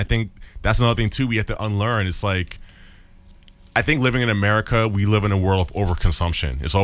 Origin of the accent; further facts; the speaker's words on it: United States; we had to like unlearn these cultural habits, just being American